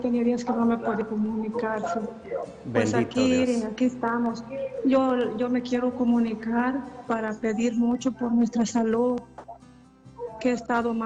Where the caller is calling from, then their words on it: Autlán, Jalisco, Mexico; soy de acá de la Obvia, Autlán.